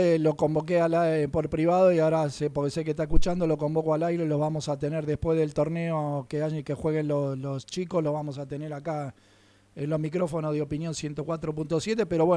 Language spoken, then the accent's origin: Spanish; Buenos Aires, Argentina; moved away; en el poco tiempo que estoy acá en la costa, que vengo de Buenos Aires, he cosechado algunas amistades